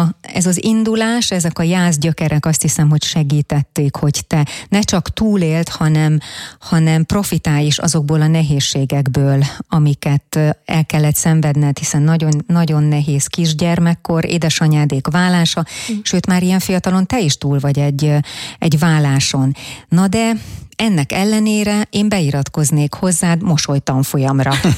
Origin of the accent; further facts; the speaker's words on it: Jászfelsőszentgyörgy, Jász-Nagykun-Szolnok, Hungary; born there; az Én falum Jászfelsőszentgyörgy